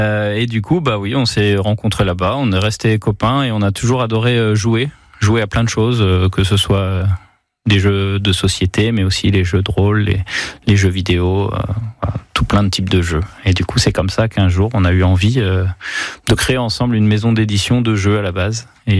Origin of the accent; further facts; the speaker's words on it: Saint-Martin-d'Uriage, Auvergne-Rhône-Alpes, France; On vient de Saint-Martin-du-Riage et on a grandi ensemble, du coup, depuis la première section de maternelle là-bas.